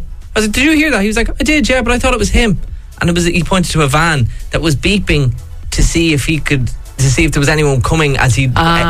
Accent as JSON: {"language": "English", "town": "Drogheda", "region": "County Louth", "country": "Ireland", "tie": "born or raised there", "said": "I grew up in Drogheda, so I was also surrounded by guards."}